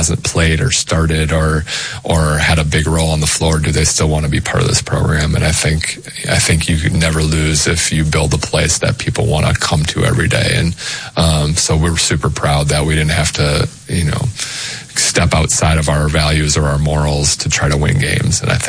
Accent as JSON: {"language": "English", "region": "Wisconsin", "country": "United States", "tie": "born or raised there", "moved": "as an adult", "lives_now": "Nebraska, United States", "said": "I grew up in Wisconsin. I lived in Wisconsin my whole life."}